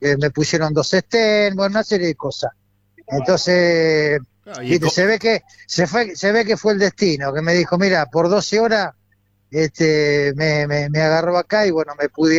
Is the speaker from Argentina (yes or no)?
yes; Argentina; a lo mejor que nos puede haber pasado como argentino